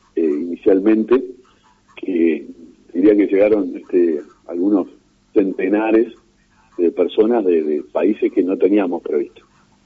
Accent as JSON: {"language": "Spanish", "country": "Uruguay", "said": "como uruguayos le encontramos la vuelta a resolver esos problemas."}